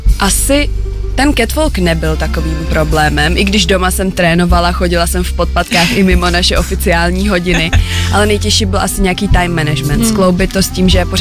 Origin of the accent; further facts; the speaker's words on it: Moravia, Czechia; Jsem z Moravy, pardon.